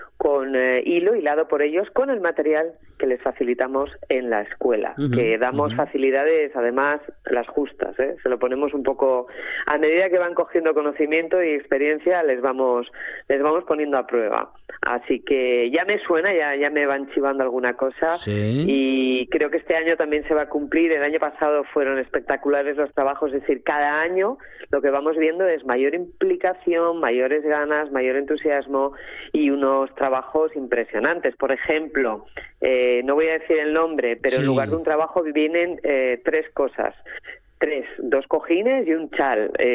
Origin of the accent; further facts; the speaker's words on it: Gijón, Asturias, Spain; now in León, Spain; en León, donde yo resido. Tengo que decir que María y yo somos gijonesas de pro, del barrio del Molinón, para más señas.